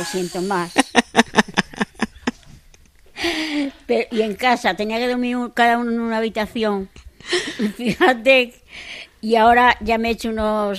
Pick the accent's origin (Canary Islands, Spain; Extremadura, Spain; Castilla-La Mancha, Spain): Extremadura, Spain; Arroyomolinos; moved away as an adult; also born or lived in Móstoles; now in Torremenga, Spain; Yo vivía en Torremenga, aunque yo soy de Arroyomolinos, me hice una casa en Torremenga y vivo ahí, viví ahí.